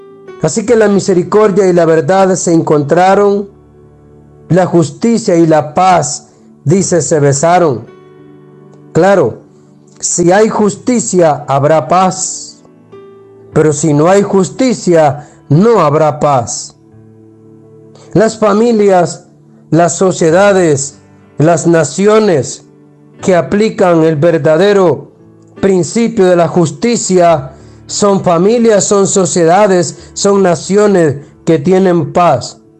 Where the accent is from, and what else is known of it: Honduras